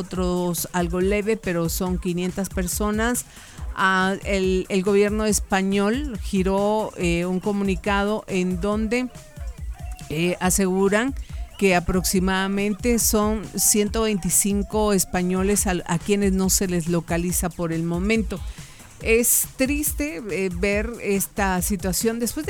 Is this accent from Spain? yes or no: no; Guatemala; Como guatemaltecos, con empatía, sentimos dolor